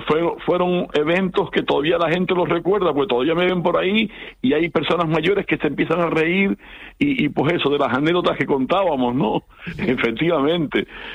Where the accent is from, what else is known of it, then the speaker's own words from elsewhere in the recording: San Andrés y Sauces, Canary Islands, Spain; es mi pueblo